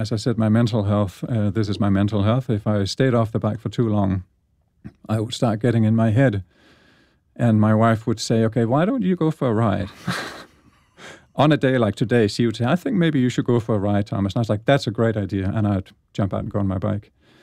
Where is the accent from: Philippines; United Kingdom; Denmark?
Denmark; moved away as an adult; also born or lived in United States; I grew up in Jutland, in sort of in the middle of a small town.